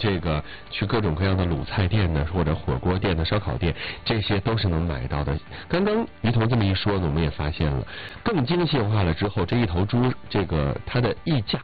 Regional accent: China

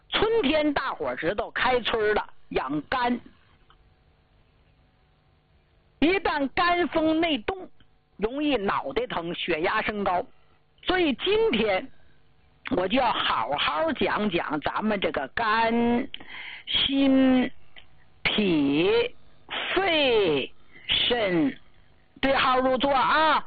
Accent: Northeast China, China

